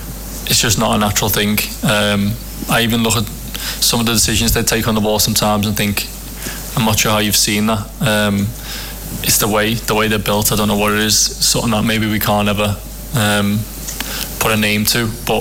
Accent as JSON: {"language": "English", "region": "England", "country": "United Kingdom", "said": "we can't keep looking at other countries and trying to be like them, because we're not them, we're English, and we have our own strengths"}